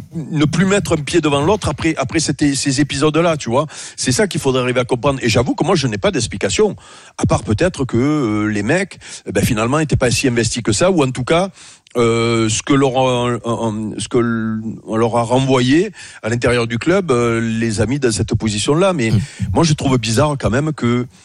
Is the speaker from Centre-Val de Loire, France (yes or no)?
no; Robion, Provence-Alpes-Côte d'Azur, France; born there; Non, je suis né à Avignon, oh. Ouais. Je suis né à Robion, les Taillades.